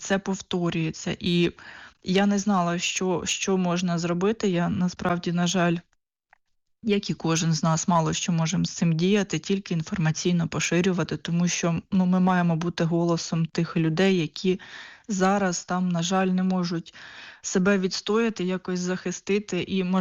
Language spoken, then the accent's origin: Ukrainian; Poltava, Poltava Oblast, Ukraine; особливо в тій частині України, де знаходжуся я з Полтави.